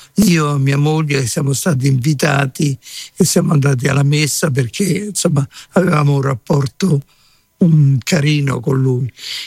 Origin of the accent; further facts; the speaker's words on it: Macerata, Marche, Italy; born there; now in Rome, Italy; io facevo il chierichetto da ragazzino quando stavo a Macerata. Poi quando sono venuto a Roma